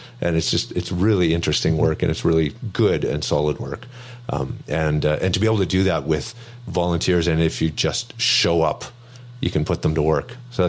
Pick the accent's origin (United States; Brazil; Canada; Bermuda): Canada; Regina, Saskatchewan; moved away; I grew up in Regina